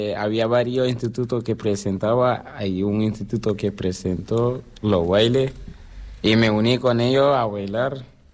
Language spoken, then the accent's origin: Spanish; Senegal; Spanish is a second language; moved away; vine de Senegal.